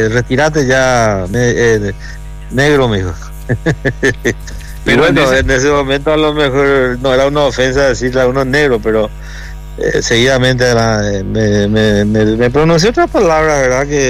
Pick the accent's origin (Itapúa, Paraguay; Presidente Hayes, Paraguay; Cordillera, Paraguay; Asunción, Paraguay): Asunción, Paraguay; moved away as an adult; also born or lived in Campo Grande, Asunción / Luque; now in Pedro Juan Caballero, Paraguay; en Chacarita toda mi infancia hasta los 12 años. Después me mudé en la zona, como se dice, Campo Grande